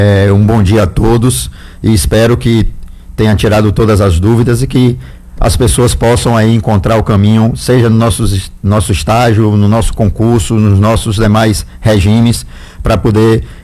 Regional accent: Ibirataia, Bahia, Brazil; moved away; Birataia, como sempre, uma cidade acolhedora. Eu costumo dizer que eu não sou nascido lá, mas eu sou de Birataia.

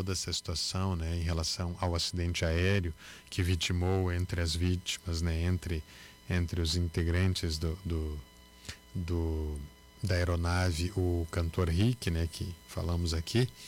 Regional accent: Vacaria, Rio Grande do Sul, Brazil; moved away; Porque sou natural de Vacaria, né?

